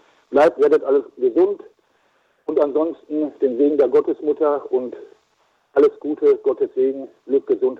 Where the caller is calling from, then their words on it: Dortmund, North Rhine-Westphalia, Germany; meine Heimatkirchengemeinde vom Göttlichen Wort in Dortmund-Wickede.